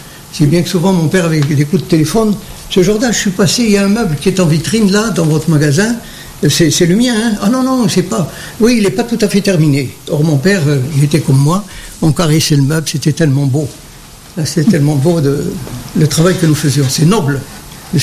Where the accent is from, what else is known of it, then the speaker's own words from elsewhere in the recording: Algeria; moved away as an adult; now in France; Je suis d'Algérie.